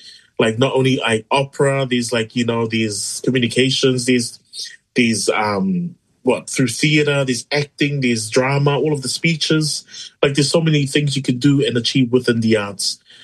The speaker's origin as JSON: {"language": "English", "country": "Cook Islands", "tie": "born or raised there", "said": "I was born and bred in Cook Islands"}